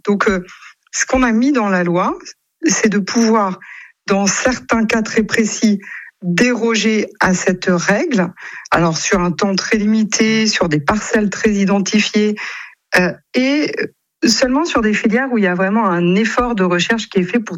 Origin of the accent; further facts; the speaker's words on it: France; certaines exportations qui sont des exportations produites dans des conditions moins bonnes que chez nous en France.